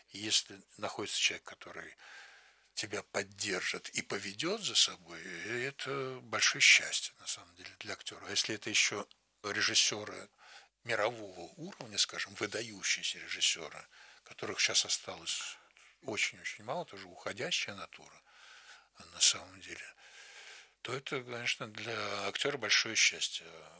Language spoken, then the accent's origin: Russian; Saint Petersburg, Russia; moved away as an adult; now in Moscow, Russia; я не собирался учиться в Москве, как коренной ленинградец.